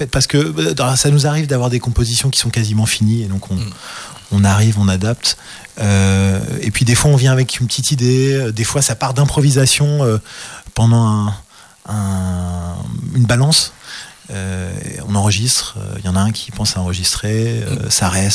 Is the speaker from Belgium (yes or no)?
yes; Brussels, Brussels-Capital Region, Belgium; J'ai grandi à Bruxelles.